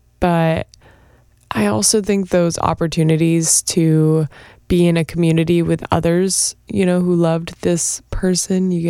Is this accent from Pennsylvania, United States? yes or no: no; Maine, United States; moved away; I'm from Maine